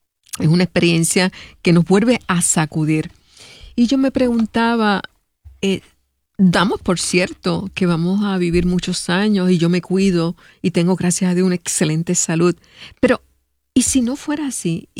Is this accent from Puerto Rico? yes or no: yes; Cidra, Puerto Rico; Pues mira, yo también soy de Sidra.